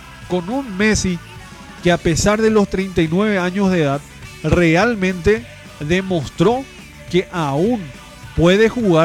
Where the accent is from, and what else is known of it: Bolivia